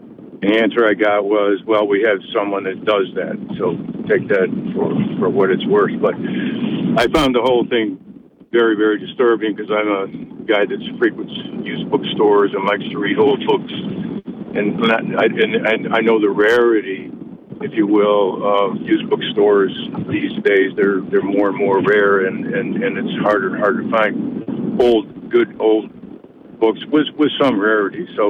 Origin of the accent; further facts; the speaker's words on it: Binghamton, New York, United States; moved away; I grew up in Binghamton, but I've been out of town most of my life. I'm just sort of back here, partial retirement.